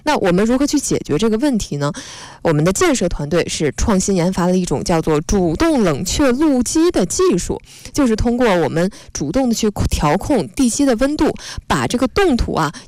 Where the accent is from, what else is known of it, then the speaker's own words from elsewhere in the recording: Qiqihar, Heilongjiang, China; moved away; 我的家乡齐齐哈尔